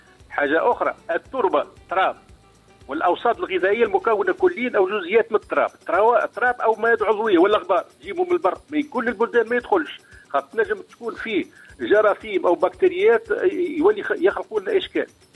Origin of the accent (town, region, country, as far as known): Tunisia